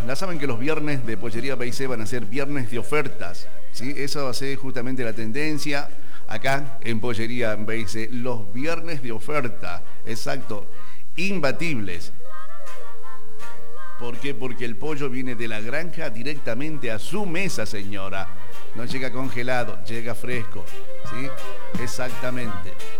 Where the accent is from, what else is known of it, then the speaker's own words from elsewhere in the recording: Argentina; Y nosotros somos los argentinos.